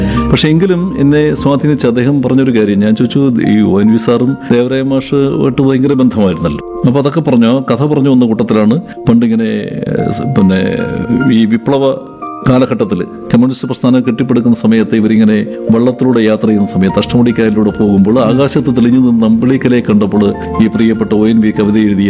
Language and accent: Malayalam; Pavithreswaram, Kerala, India; born there; കല്യാണം കഴിഞ്ഞ് ഞങ്ങളുടെ നാട്ടിൽ വന്ന ഉത്സവമാണ്, അവിടെ പൗത്രേശ്വരം എന്ന് പറയുന്ന സ്ഥലത്താണ് ഞാൻ ജനിച്ചത്.